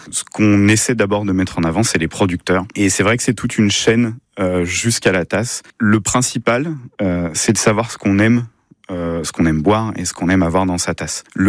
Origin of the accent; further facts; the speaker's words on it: Paris, Île-de-France, France; now in Tours, France; On vient de Paris, on a déménagé, nous, sur Tours, il n'y a pas si longtemps que ça.